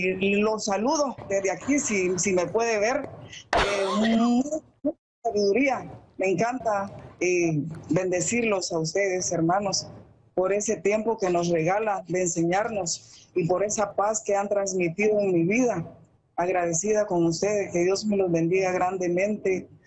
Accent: Zacapa, Guatemala; primera vez que llamo, soy de Guatemala

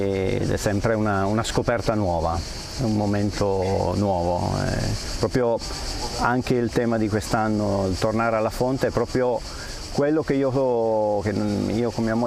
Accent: Piedmont, Italy; vengo dal Piemonte, in particolare dalla provincia di Asti

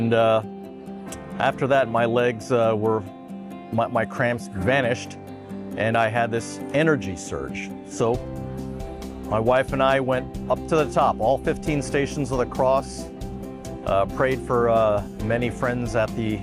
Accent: Kansas City, Missouri, United States; I'm from Kansas City, Missouri.

